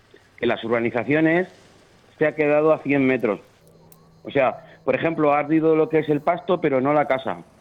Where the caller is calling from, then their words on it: Casavieja, Castile and León, Spain; nosotros estamos en Casavieja